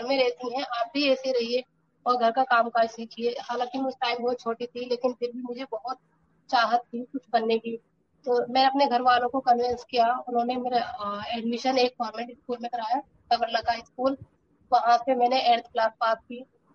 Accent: Rampur, Uttar Pradesh, India; Good evening ma'am … और मैं रामपुर शहर के छोटे से मोहल्ले कलगत के रहने वाली हूँ।

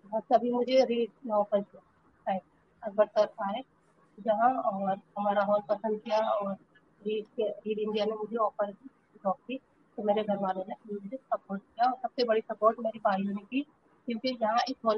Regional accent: Rampur, Uttar Pradesh, India; Good evening ma'am … और मैं रामपुर शहर के छोटे से मोहल्ले कलगत के रहने वाली हूँ।

